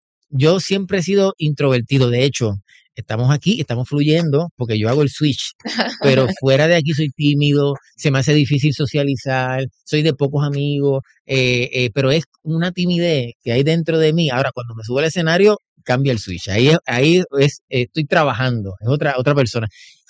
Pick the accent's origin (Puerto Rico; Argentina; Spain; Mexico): Puerto Rico; Juncos; also born or lived in Caguas; En Juncos, ahí estudié escuela elemental, intermedia, en el hospital regional de Caguas nací, porque obviamente en Juncos pues no se atienden partos, pero nací en Caguas y luego paso a Juncos y ahí crecí, ahí me crié y actualmente vivo en Juncos.